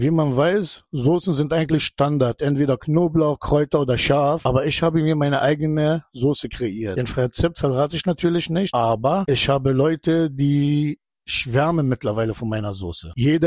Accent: Konya, Turkey; now in Berlin, Germany; Ich komme aus der Türkei, aus der Region Konya. Bin 1999 nach Deutschland gekommen, spezifisch nach Berlin

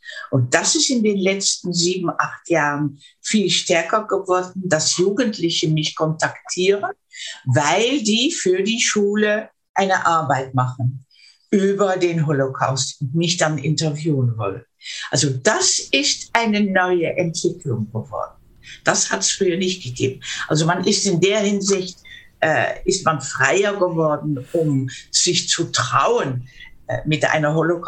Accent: Netherlands; German is a second language; ich bin ja Niederländerin

